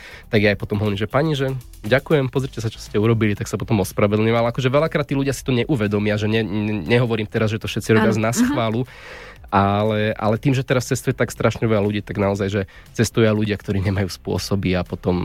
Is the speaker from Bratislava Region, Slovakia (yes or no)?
yes; Bratislava Region, Slovakia; keď som sa narodil v Bratislave, ale potom sme sa presťahovali na dedinu kúsok od Bratislavy a každé ráno ma vozili do školy.